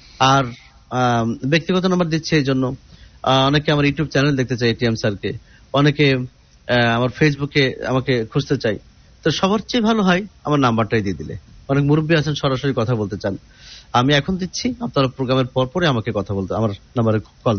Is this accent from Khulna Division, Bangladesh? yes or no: yes; Kushtia, Khulna Division, Bangladesh; আমার বাড়ি যেমন কুষ্টিয়া, তা আমি কিভাবে দেখা করবো?